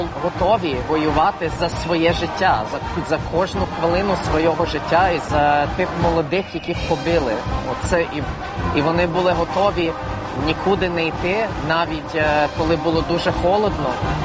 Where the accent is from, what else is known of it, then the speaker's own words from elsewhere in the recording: Canada; born there; Ukrainian is a second language; also born or lived in Lviv; я перед тим жив в Львові декілька років, але я взагалі народився в Канаді.